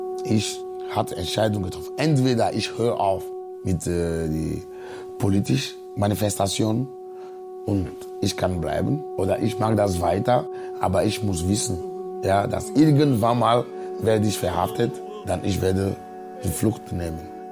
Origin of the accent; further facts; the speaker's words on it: Agoy, Maritime, Togo; German is a second language; now in Cologne, Germany; Ich komme aus Agoy, das ist ein Dorf, 19 Kilometer von Lomé ist, unsere Hauptstadt.